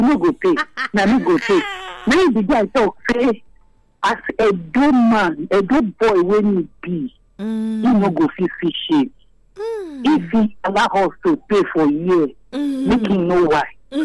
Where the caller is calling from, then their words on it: Benin City, Edo, Nigeria; I'm calling from Benin.